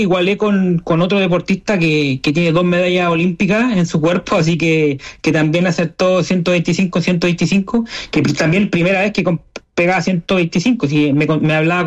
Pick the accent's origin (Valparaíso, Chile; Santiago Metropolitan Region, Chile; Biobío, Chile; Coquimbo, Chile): Coquimbo, Chile; Ovalle; yo soy nacido y criado acá en Ovalle. Mi familia toda es de acá, de la cuarta región.